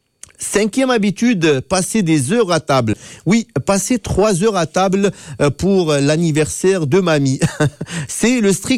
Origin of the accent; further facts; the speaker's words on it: Algeria; Même chez nous, en Afrique du Nord, on a pris cette habitude des Français. Je pense, en Algérie, on fait toujours la bise également